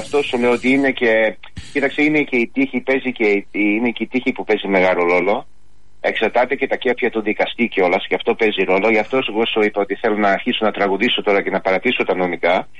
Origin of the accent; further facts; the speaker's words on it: Australia; Ναι, γιατί εγώ είμαι από την Αυστραλία και εγώ ξέρω τα δεδομένα.